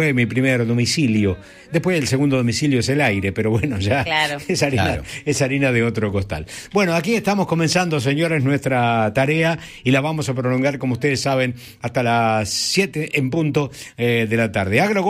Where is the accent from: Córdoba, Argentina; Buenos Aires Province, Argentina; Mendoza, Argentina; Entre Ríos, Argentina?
Buenos Aires Province, Argentina; San Pedro; moved away as an adult; now in Buenos Aires, Argentina; Así que nada, simplemente nací en San Pedro y viví allí hasta los 24 años y luego me trasladé aquí a la ciudad de Buenos Aires